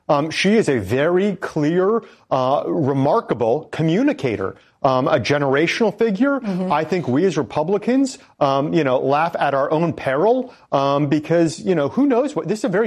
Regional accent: New Hampshire, United States; I am from New Hampshire, and the New Hampshire primary is in our DNA.

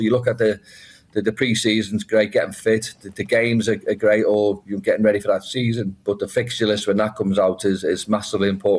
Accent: Liverpool, North West England, United Kingdom; I'm from Liverpool, home of ….

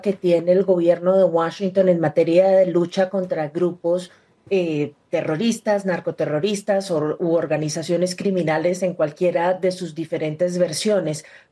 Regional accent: Colombia

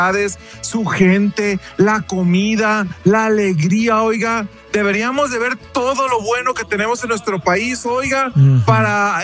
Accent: Jalisco, Mexico; now in United States; mi tierra tapatía, la tierra del tequila, la tierra del mariachi, Jalisco

